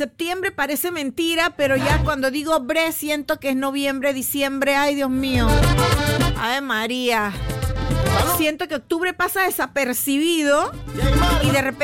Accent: Monagrillo, Herrera, Panama; a toda mi familia en Monagrillo, a mi gente hermosa de Monagrillo, de mi tierrita preciosa.

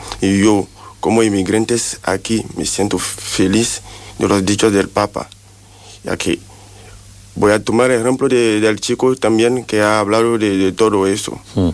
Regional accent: Jerez de la Frontera, Andalusia, Spain; Yo estoy de Jerez, soy de Jerez.

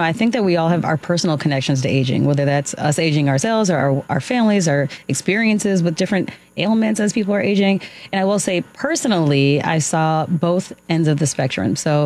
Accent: Glenview, Illinois, United States; also born or lived in Chicago; Well, I actually grew up in the north suburbs. So I grew up in Glenview.

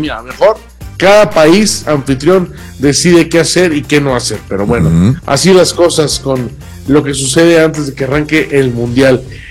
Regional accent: Mexico; No, a ver, pues es que somos mexicanos, Raúl, no podemos negar

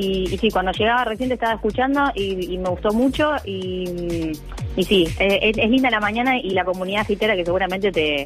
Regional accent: Argentina

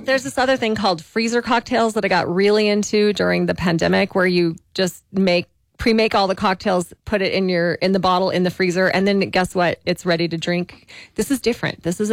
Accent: Belen, New Mexico, United States; because I'm from Belen.

